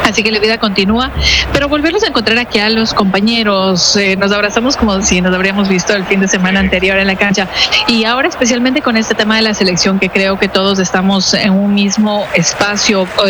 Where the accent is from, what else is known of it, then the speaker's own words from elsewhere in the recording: Ecuador; soy ecuatoriana